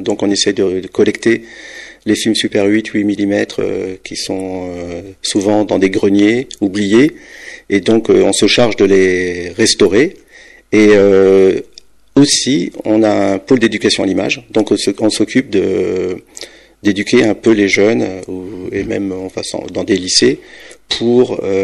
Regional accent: Longwy, Grand Est, France; moi-même étant de la région, puisque j'habite au Dinletiche et que j'ai fait mes études au lycée Alfred Misère de Longwy et puis au lycée technique

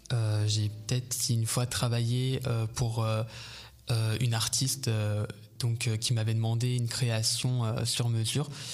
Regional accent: Troyes, Grand Est, France; Alors, je suis né à l'hôpital de Troyes, et donc j'ai grandi à Troyes toute mon enfance. Et au jour d'aujourd'hui, du coup, j'habite Sainte-Savine, toujours près de Troyes.

